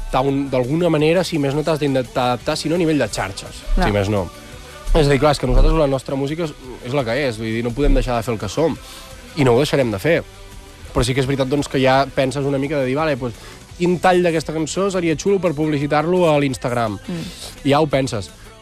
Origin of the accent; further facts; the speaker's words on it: Navàs, Catalonia, Spain; Soc de Navàs, que és al costat de... Bueno, està al costat de Sant Padó també i de Manresa, està per allà a la zona. Clar, jo he viscut molt les festes majors de poble